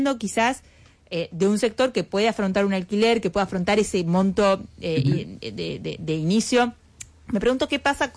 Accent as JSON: {"language": "Spanish", "region": "interior", "country": "Argentina", "lives_now": "Buenos Aires, Argentina", "said": "yo me acuerdo cuando me mudé recién a la Ciudad de Buenos Aires que tenía que alquilar acá y me pedían una garantía y la garantía tenía que ser de un inmueble de la Ciudad de Buenos Aires y yo soy del interior"}